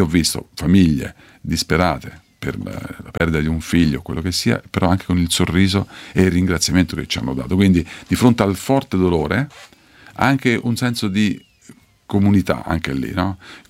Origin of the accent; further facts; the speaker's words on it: Rocca di Papa, Lazio, Italy; io sono di Rocca di Papa, un paesino dei Castelli Romani